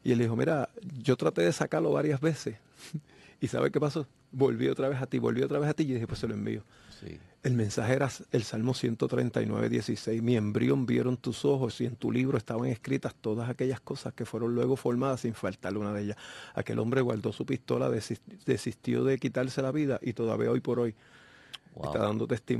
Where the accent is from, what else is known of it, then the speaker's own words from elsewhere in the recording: Puerto Rico; nacido y criado en Puerto Rico. Aquí es una isla de mucho sol.